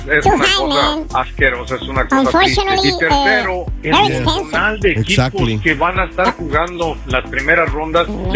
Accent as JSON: {"language": "Spanish", "country": "Mexico", "said": "Como mexicano, para mí influyó mucho uno. México no tuvo eliminatorias."}